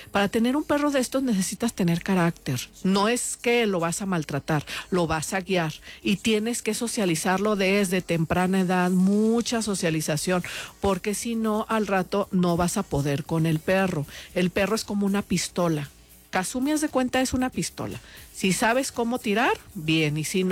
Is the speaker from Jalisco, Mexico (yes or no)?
yes; Guadalajara, Jalisco, Mexico; soy tapatía